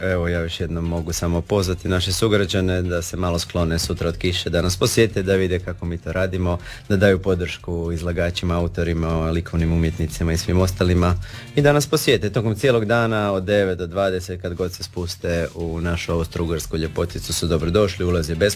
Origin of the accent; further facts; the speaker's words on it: Pula, Istria County, Croatia; tu u Južnoj Istri, kod nas u Puli.